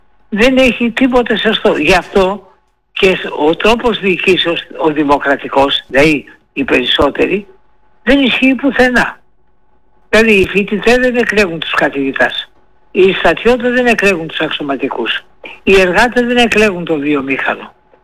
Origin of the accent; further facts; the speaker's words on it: Greece; Είμαι Έλληνας.